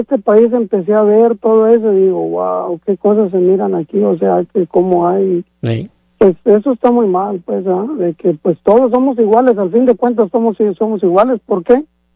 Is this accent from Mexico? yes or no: yes; Mexico; yo soy de México … yo no tengo ese problema.